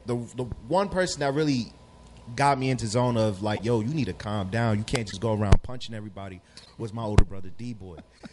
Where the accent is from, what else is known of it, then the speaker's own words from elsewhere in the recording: Texas, United States; moved away; also born or lived in Louisiana; I'm originally from Texas. I'm not even from here.